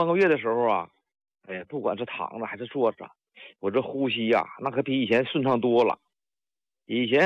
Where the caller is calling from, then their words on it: Harbin, Heilongjiang, China; 啊，我是哈尔滨的。